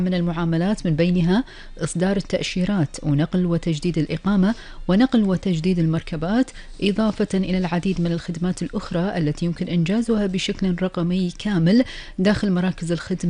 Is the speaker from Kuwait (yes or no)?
yes; Kuwait; طبعا هذه كانت أخبار ديرتنا الحبيبة الكويت